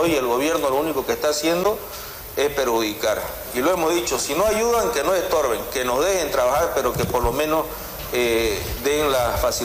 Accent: Bolivia; somos los bolivianos

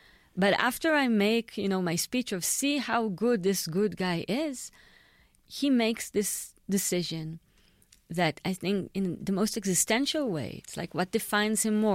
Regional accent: Israel; when I grew up in Israel

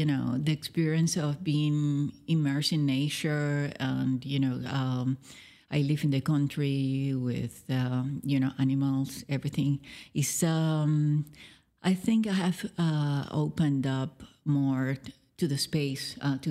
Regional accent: Puerto Rico; moved away as an adult; also born or lived in New York; I was born in Puerto Rico and I lived there until my 20s, 25, 26, when I decided to move to New York

